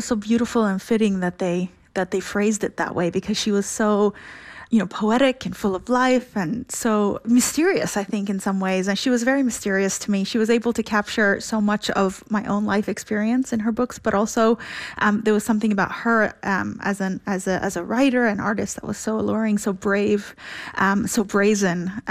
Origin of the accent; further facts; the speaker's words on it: Iran; also born or lived in Oklahoma; now in United States; a lot of Iranian women of my generation carried with us out of Iran. You know, I was born in 1979. I was raised in a religious family. And, you know, first it was Islam and then it was Christianity